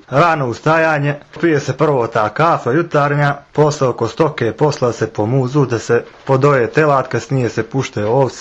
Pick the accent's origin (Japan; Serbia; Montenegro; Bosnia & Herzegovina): Montenegro; Podgorica; born there; ja sam rođen dolje u Podgoricu, točnije u naselje Masline